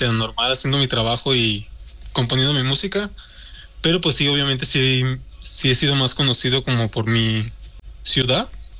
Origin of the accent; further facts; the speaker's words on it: León, Guanajuato, Mexico; Soy de León, Guanajuato.